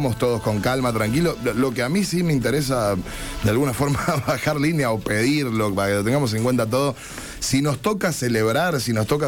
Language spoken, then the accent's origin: Spanish; Argentina; Somos todos argentinos